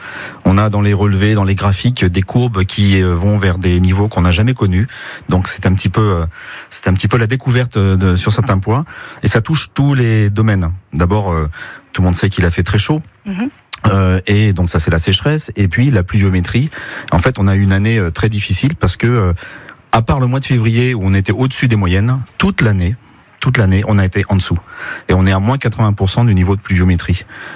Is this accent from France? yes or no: yes; France; Chez nous, en France, le principe, c'est la liberté et puis l'exception, l'interdiction.